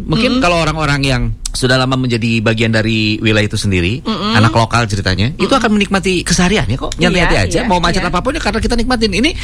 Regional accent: West Java, Indonesia; saya kan orang Kopo

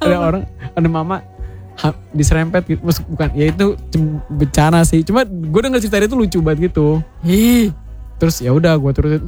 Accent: Java, Indonesia; Tapi kata orang Jawa, secara kita orang Jawa ya.

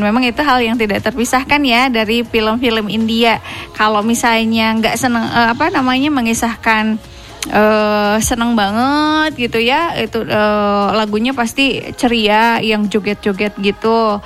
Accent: West Java, Indonesia; Karena kita orang Sunda gitu ya.

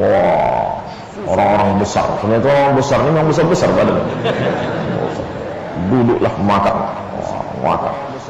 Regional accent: Pekanbaru, Riau, Indonesia; saya orang Pekanbaru

